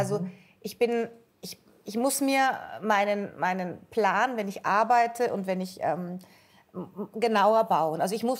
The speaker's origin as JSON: {"language": "German", "region": "Northern Germany", "country": "Germany", "said": "Ich bin aus Norddeutschland. Da sagt man das. Der Alte, die Alte."}